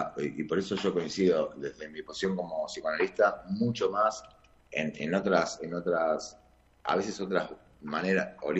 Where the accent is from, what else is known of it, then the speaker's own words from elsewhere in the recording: Argentina; soy argentino